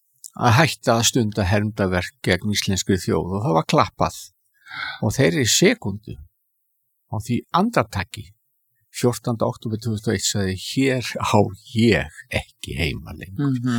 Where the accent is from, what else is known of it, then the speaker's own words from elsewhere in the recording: Reykjavík, Capital Region, Iceland; Ég er alinn upp í Skaftahlíðinni sem er mitt á milli þessa gamla framvallar og valsvallarins undir Öskjuhlíðinni.